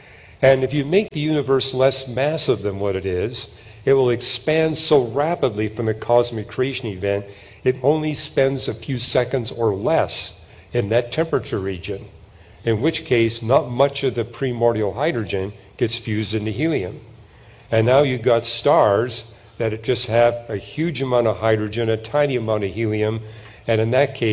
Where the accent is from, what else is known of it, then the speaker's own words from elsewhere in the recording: Canada; I'm not from Germany, I'm from Canada